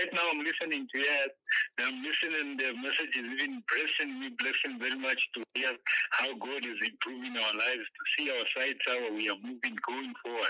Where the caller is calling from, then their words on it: Ndola, Copperbelt, Zambia; Calling from Ndola.